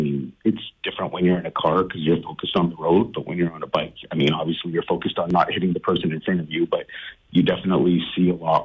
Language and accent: English; British Columbia, Canada; I'm from the Lower Mainland originally